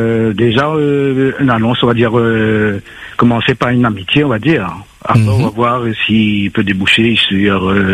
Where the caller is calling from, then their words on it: Saint-Denis, Réunion; je suis de Saint-Denis, 51 ans